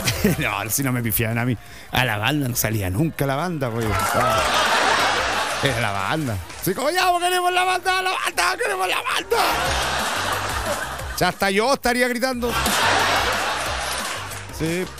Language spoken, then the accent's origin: Spanish; Lota, Biobío, Chile; now in Coronel, Chile; Sí, pues yo nacido, criado y malcriado ahí en Villa Los Héroes. ¿Ah? Así no. Ahora vivo en Coronel. Porque en Lota no hay donde.